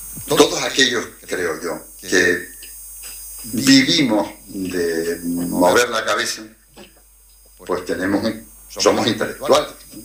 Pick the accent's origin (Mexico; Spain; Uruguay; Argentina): Spain; Canary Islands; yo soy de la generación del 68, soy canario y soy de izquierda